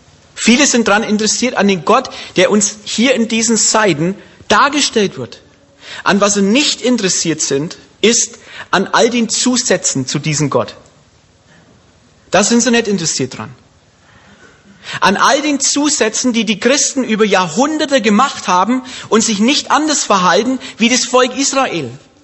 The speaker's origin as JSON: {"language": "German", "region": "Bavaria", "country": "Germany"}